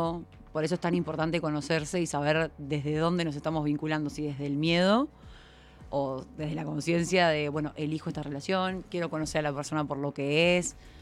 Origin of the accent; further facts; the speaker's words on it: Uruguay; now in Mexico; soy uruguaya.